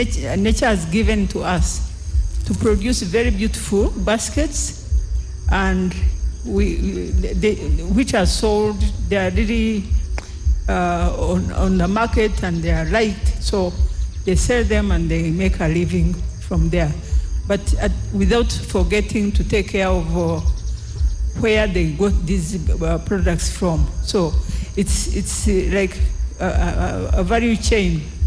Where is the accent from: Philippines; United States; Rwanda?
Rwanda; English is a second language; I'm from Rwanda.